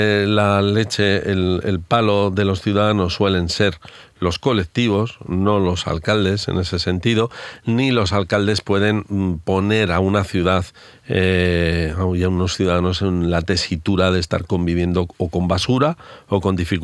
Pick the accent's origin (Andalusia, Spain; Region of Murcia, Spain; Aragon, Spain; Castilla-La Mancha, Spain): Aragon, Spain; moved away; como aragonés que soy, pues miro a ver qué pasa en Zaragoza